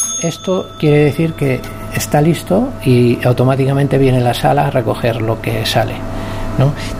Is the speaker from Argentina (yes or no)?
no; Santiago de Compostela, Galicia, Spain; También na Mariña, pero bueno, venimos de Santiago.